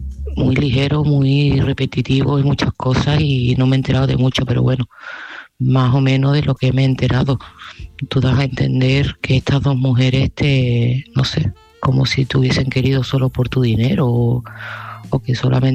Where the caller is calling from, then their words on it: Seville, Andalusia, Spain; de Sevilla